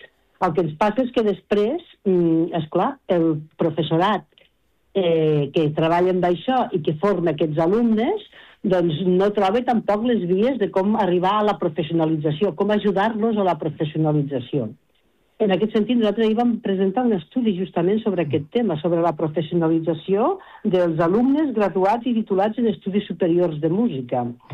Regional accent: Catalonia, Spain; jo sóc de Terres Lleidatanes. Sí. O sigui, ara parlo des de Lleida

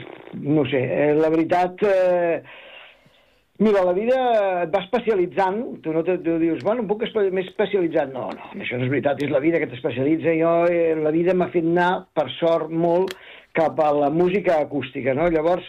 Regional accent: Barcelona, Catalonia, Spain; moved away as an adult; now in Montoliu de Segarra, Spain; jo soc de Barcelona, em vaig decidir traslladar-me amb la meva dona a Montoliu de Segarra, i fa, doncs mira, 22 anys que estem aquí

